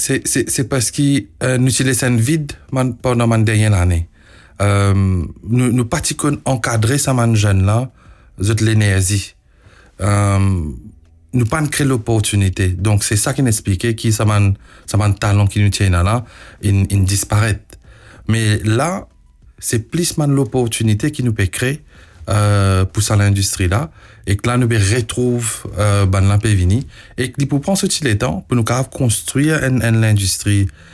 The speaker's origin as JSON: {"language": "French", "country": "Mauritius", "said": "Là, quand on vient de Maurice, incluant man Mauricien qui est à l'étranger, exodi."}